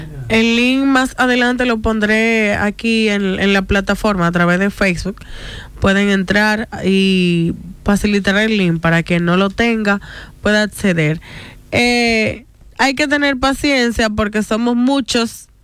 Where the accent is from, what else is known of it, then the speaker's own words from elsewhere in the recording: Dominican Republic; Soy dominicana, señores.